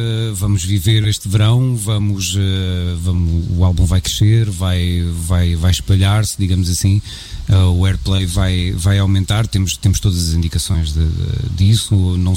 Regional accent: Abrantes, Santarém, Portugal; nós assumimos com muito orgulho que somos de Abrantes

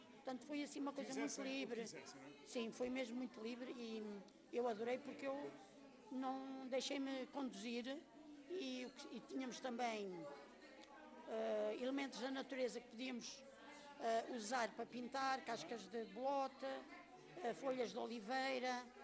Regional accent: Póvoa da Atalaia, Portugal; moved away as an adult; Sou natural da Póvoa da Atalaia, sim.

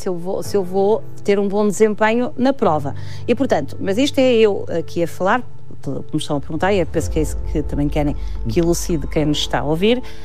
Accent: Fornos de Algodres, Centro, Portugal; born there; also born or lived in Fafe; eu posso dizer que sou de Fornos de Algodão, porque a minha mãe é de lá, passei lá mais tempo, mas eu nasci em Fafo, porque o meu pai é de Fafo.

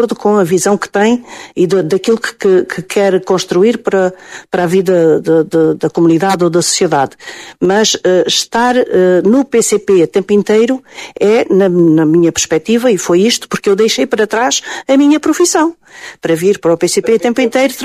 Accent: Alentejo, Portugal; somos alentejanos.

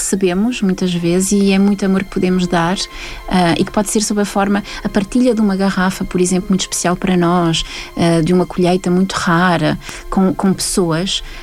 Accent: France; moved away as an adult; now in Portugal; Eu nasci em França, vivi, estudei em França, e aos 25 anos vim para Portugal, 24, 25.

